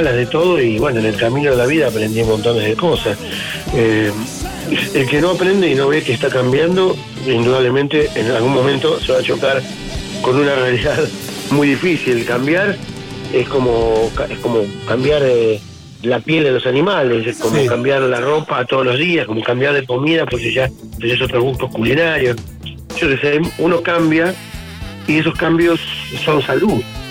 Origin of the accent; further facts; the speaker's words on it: Florencio Varela, Buenos Aires Province, Argentina; born there; also born or lived in General Rodríguez; Yo viví en Florencio Varela desde los 10 años.